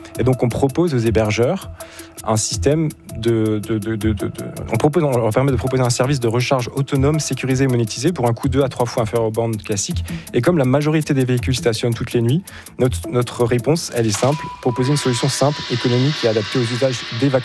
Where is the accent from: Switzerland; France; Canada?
France; Grand Est; now in Strasbourg, France; Et je suis monté à Strasbourg parce qu'à la base, je suis d'Alsace